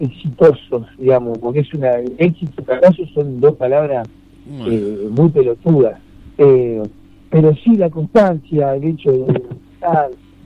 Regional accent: Caracas, Capital District, Venezuela; somos orgullosamente caraqueños y es como más que la ciudad de donde nos formamos

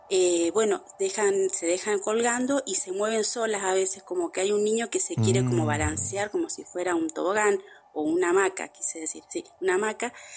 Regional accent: Mendoza, Argentina

